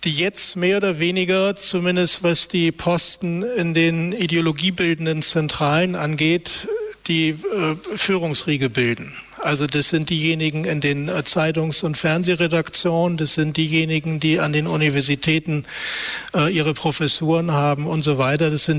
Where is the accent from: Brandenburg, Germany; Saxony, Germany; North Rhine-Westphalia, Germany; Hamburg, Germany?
Hamburg, Germany; ich bin aus Hamburg, also Westdeutschland respektive Bundesrepublik.